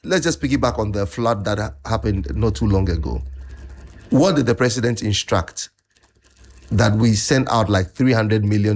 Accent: Ghana; I'm really Ghanaian. I just realized I was Ghanaian, Mawina.

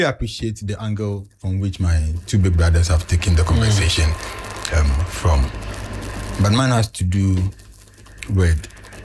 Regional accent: Ghana; me being a Ghanaian

